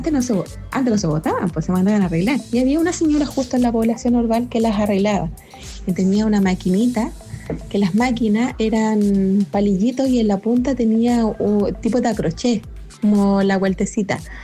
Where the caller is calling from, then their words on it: Limache, Valparaíso, Chile; Como yo soy de Lima, también me acordé que habían hartas cosas también